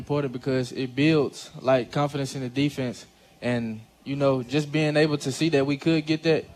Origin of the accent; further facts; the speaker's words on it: Mississippi, United States; moved away; also born or lived in Zachary, Louisiana; I'm really from Mississippi.